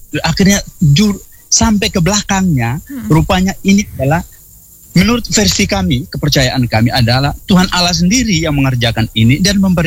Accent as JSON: {"language": "Indonesian", "region": "East Nusa Tenggara", "country": "Indonesia", "said": "Masyarakat adat dan budaya suku Lio teristimewa kami orang Wulogai."}